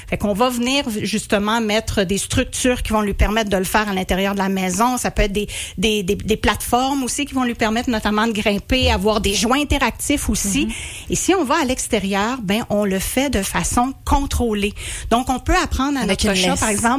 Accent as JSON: {"language": "French", "region": "Quebec", "country": "Canada", "said": "Si on ramène ça chez nous au Québec, on parle entre 20 et 200 millions d'oiseaux."}